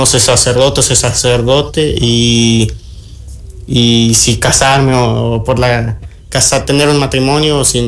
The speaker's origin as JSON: {"language": "Spanish", "region": "San Luis Potosí", "country": "Mexico", "tie": "born or raised there", "said": "soy originario de la Mesa del Salto, una comunidad perteneciente a la parroquia de Capulín."}